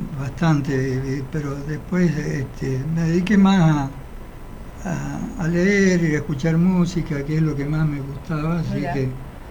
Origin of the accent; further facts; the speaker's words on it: San Juan, Argentina; born there; moved away; also born or lived in Córdoba; Yo nací en San Juan. Uh-huh. Pero me quedé en Córdoba hasta el 82.